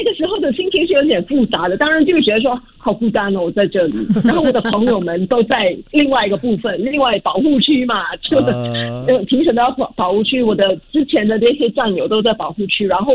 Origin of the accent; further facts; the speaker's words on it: Singapore; 嘿，我们是新加坡人，谁说我们的中文不好？